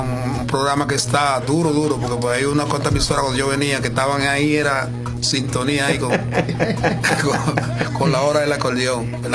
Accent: Cagua, Aragua, Venezuela; now in Puerto Rico; Soy de Cagua.

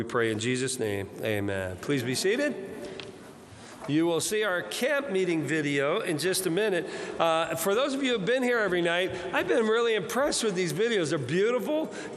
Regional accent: New Jersey, United States; I'm from Jersey, so we say hang out.

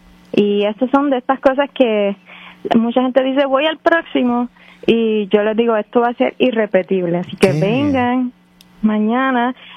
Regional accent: Puerto Rico; la herencia de nosotros como boricua, porque yo siempre tengo la mancha de plátano ahí.

